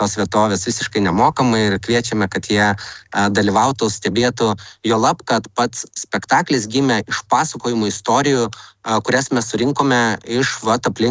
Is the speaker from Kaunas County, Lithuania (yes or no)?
no; Panevėžys, Panevėžys County, Lithuania; also born or lived in Vilnius; now in Anykščiai District, Lithuania; aš pats esu gimęs ir užaugęs Panevėžyje